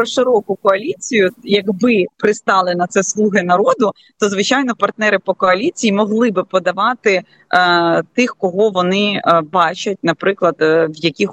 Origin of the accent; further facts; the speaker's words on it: Kyiv Oblast, Ukraine; я сама з Київщини